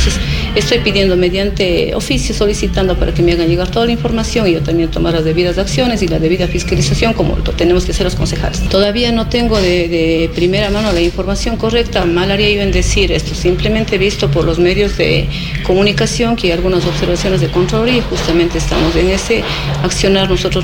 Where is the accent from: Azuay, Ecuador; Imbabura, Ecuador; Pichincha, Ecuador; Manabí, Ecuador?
Azuay, Ecuador; Sidcay rural parish; soy nativa de la parroquia rural Sidcay